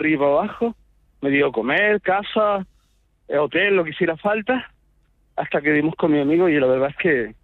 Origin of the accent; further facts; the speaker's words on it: Chile; also born or lived in Belgium; now in Tenerife, Spain; yo soy chileno. Llegué aquí hace 34 años, 30 Tenerife. Y nada, cuando me vine con $80. Fui a Bélgica.